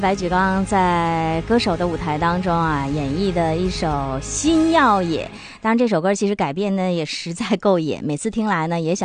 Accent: Northeast China, China; 在这个夏天我们东北人特别喜欢的海啊

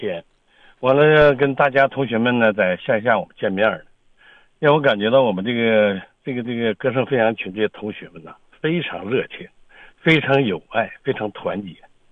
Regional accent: Hegang, Heilongjiang, China; 我的家乡鹤岗

